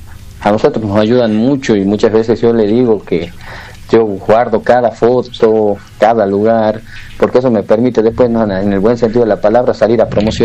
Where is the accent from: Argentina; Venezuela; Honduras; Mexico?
Argentina; Concepción; ya todos somos de Concepción, todos sus hijos viven en Concepción, salvo mi hermana que se volvió a Santa Fe, la mayor, pero todos seguimos en Concepción